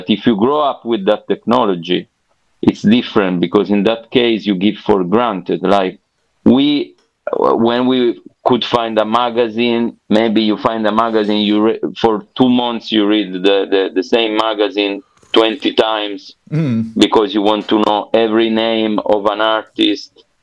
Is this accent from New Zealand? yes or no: no; Southern Italy, Italy; I mean, the Deep South, like Acme too, we are both from the Deep South. And it's not like being in Milan